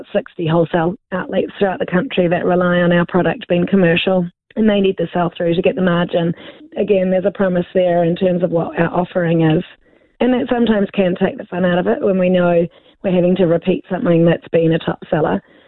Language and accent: English; New Zealand; love of being a New Zealander